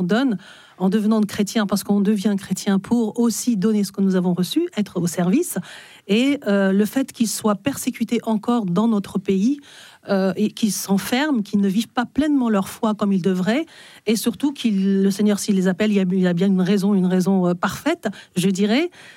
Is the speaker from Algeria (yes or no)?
yes; Algeria; je suis originaire d'Algérie, donc c'est une grande grâce